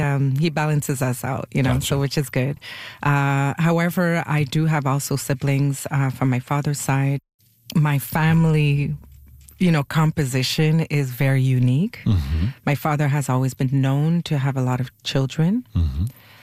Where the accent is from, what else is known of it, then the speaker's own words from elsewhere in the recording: Montreal, Quebec, Canada; Well, I am born and raised in Westmount, Quebec. So Montreal, for those that are a little bit further.